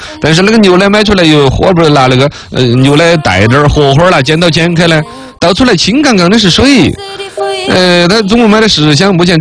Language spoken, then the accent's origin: Chinese; Chengdu, Sichuan, China; 我们成都人